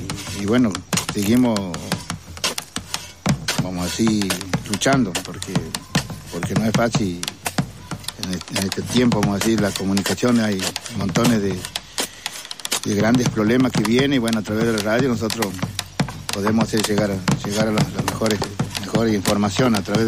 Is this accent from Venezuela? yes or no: no; Rincón de Saladillo, Argentina; Bueno, buenas tardes … vengo del Rincón de Saladillo, la cuna de los rebeldes.